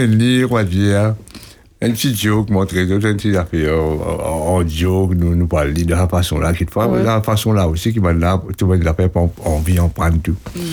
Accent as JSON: {"language": "French", "country": "Mauritius", "said": "moi, je viens de Mauricien"}